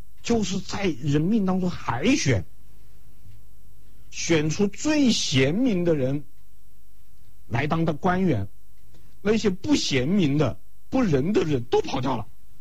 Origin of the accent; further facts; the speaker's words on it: China; 我们中国人的这个学习方式和现在是不一样的